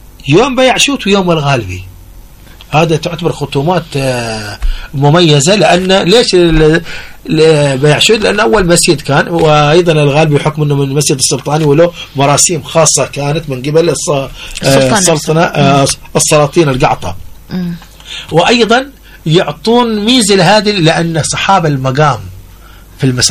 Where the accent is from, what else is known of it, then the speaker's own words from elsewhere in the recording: Mukalla, Hadramaut, Yemen; نحن عندنا في المكلة طبعا يا المسحرات هو ينبه الناس في وقت دخول السحور